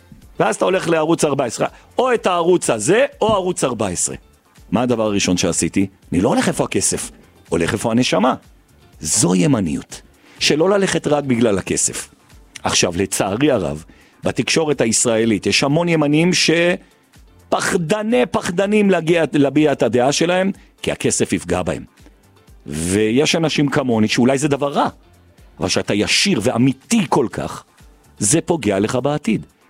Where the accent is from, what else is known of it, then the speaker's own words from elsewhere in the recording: Jerusalem, Jerusalem District, Israel; אז אני ימני, ירושלמי, אוהד ביתר, מזרחי, וגאה.